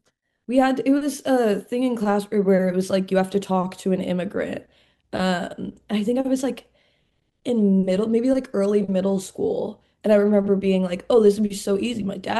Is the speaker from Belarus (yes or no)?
no; Palestine; I remember telling kids I was Palestinian, and they'd always go, you mean Pakistani, right?